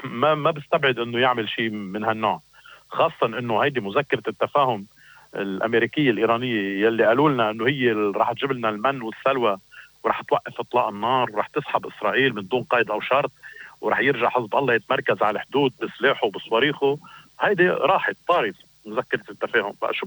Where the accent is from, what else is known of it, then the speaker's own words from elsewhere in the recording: Lebanon; عندنا بلبنان